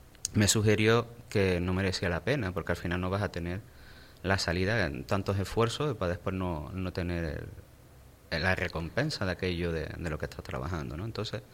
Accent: Sardina del Sur, Canary Islands, Spain; born there; Yo nací en Sardina del Sur, en un pueblo de la zona sureste de la isla Gran Canaria.

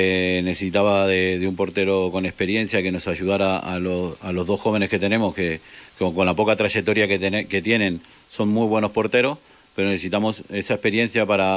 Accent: Rubí, Catalonia, Spain; me sentí muy orgulloso porque yo soy de aquí de Rubí

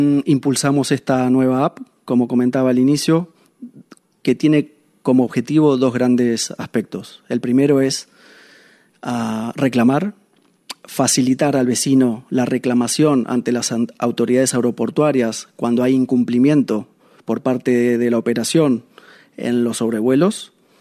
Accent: Argentina; moved away as an adult; now in La Pineda, Spain

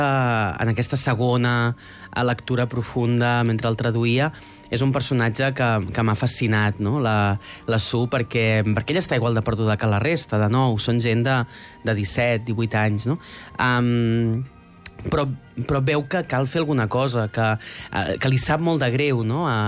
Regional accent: Catalonia, Spain; com a catalans, com a europeus, no ens en podem fer exactament la idea, no?

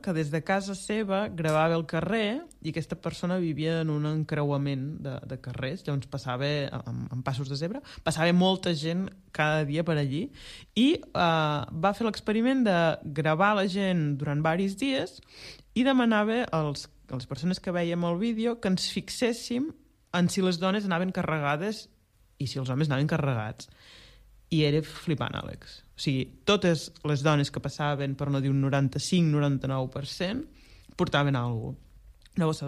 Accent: Blancafort, Catalonia, Spain; quan ve mercat a Blancafort, al meu poble, jo el faig servir.

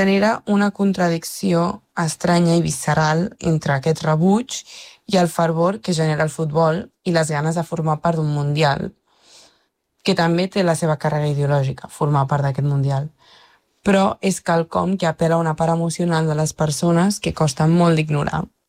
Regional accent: Catalonia, Spain; els i les catalanes, que ens agrada el futbol i que som del Barça

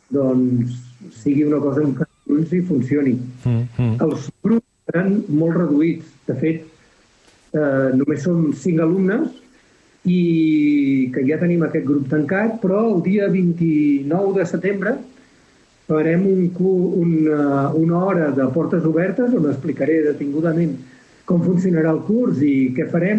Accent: Camprodon, Catalonia, Spain; moved away as an adult; also born or lived in Barcelona; de Camprodon. Vaig néixer a Camprodon, als quatre cantons. El que passa que vaig estudiar fora. Quan vaig acabar la carrera de Filologia, em vaig posar a treballar a Barcelona

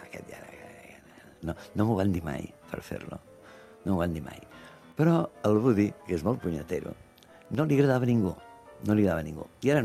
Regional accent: Catalonia, Spain

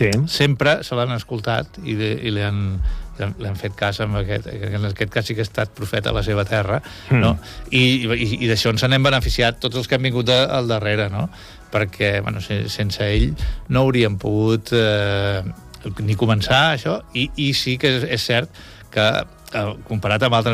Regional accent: L'Hospitalet de Llobregat, Catalonia, Spain; moved away as an adult; also born or lived in Barcelona; now in Calafell, Spain; Jo vaig néixer... vaig néixer a Barcelona, a la maternitat, però bueno, soc fill d'Hospitalet de Llobregat.

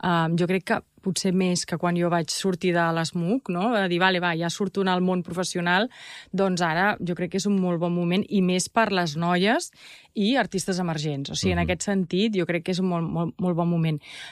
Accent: Barcelona, Catalonia, Spain; also born or lived in New York; quan vaig viure a Nova York, que tothom em preguntava, no, d'on ets? Oh, from Barcelona!

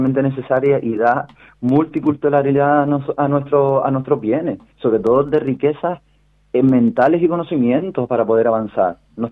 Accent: Telde, Canary Islands, Spain; now in Los Giles, Spain; Yo estoy oriundo de Telde, me crié, y ahora, bueno, ahora estoy temporalmente en Los Giles.

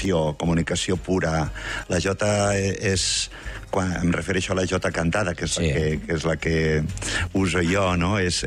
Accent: Tortosa, Catalonia, Spain; born there

